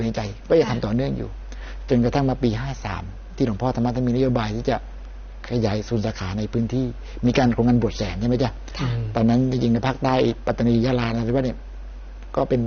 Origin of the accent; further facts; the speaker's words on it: Southern Thailand, Thailand; เราอยากเห็นภาพความเจริญรุ่งเรืองเห็นภาพเนี่ยเยอะๆเนี่ยในบ้านเราจังเลยหมายถึงว่าภาคใต้